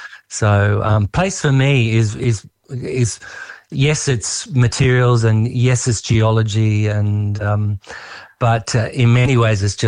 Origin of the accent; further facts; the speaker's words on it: Wagga Wagga, New South Wales, Australia; moved away; I was born and raised in Wagga, so not too far away.